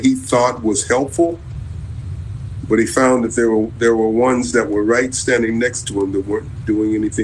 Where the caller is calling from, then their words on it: Virginia Beach, Virginia, United States; Virginia Beach, Virginia.